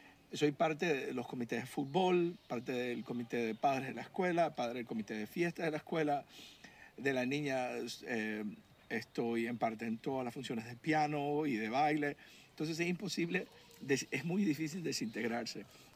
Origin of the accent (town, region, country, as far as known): Panama; now in Netherlands